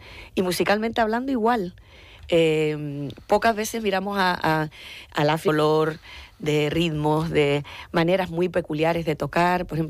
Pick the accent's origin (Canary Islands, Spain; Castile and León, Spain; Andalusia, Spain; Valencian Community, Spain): Canary Islands, Spain; Yo que soy de las islas, nosotros que somos de aquí, que somos, pues imagínate, ¿no? Un archipiélago aquí en mitad del Atlántico Medio